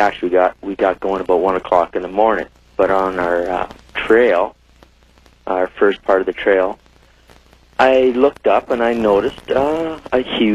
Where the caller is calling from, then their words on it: Edmonton, Alberta, Canada; I'm from Edmonton.